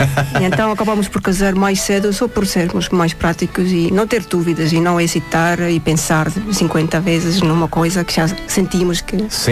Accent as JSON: {"language": "Portuguese", "country": "Estonia", "second_language": "Portuguese", "lives_now": "Portugal"}